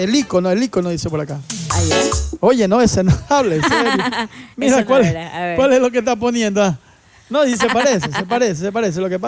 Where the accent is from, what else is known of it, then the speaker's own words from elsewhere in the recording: El Empalme, Guayas, Ecuador; En mi pueblito natal, como es el cantón El Empalme, que de verdad nosotros somos.